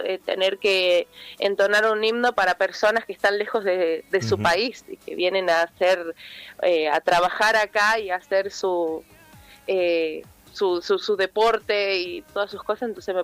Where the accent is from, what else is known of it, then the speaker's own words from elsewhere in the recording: Jujuy, Argentina; moved away as an adult; now in Buenos Aires, Argentina; Sí, soy de acá. Bueno. Estoy estudiando en Buenos Aires porque estudio en el Instituto del Colón.